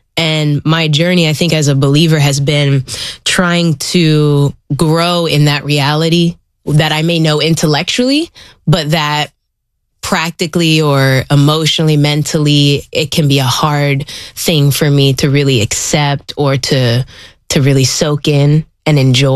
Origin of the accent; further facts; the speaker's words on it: Philippines; also born or lived in Puerto Rico; Like, I'm a Filipino, I'm a Puerto Rican.